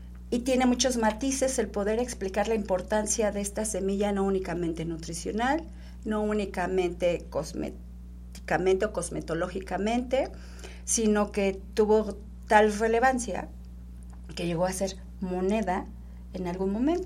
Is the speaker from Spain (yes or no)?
no; Mexico